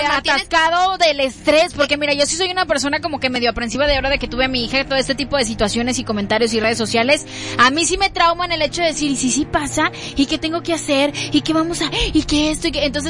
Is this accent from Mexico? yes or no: yes; Mexico; yo sí siento que como mexicanos